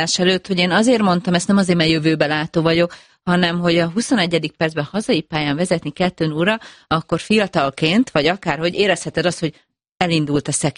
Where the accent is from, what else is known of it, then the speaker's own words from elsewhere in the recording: Hajdúböszörmény, Hajdú-Bihar, Hungary; also born or lived in Debrecen; Én a debreceni pályán nőttem fel hajdúböszörményiként